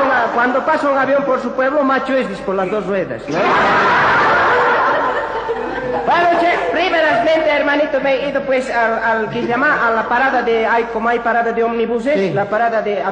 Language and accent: Spanish; Bolivia